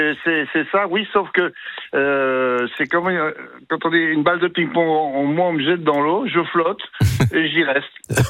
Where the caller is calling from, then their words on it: Normandy, France; je suis remonté chez moi en Normandie